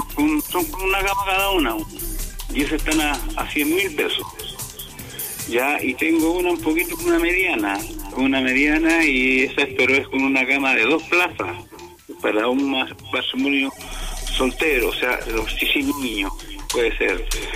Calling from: Copiapó, Atacama, Chile; de Copiapó.

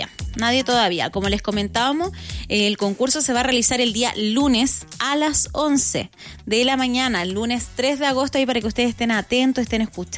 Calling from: Santiago, Santiago Metropolitan Region, Chile; No, yo soy de Santiago y quisiera comunicarme con ustedes por este medio

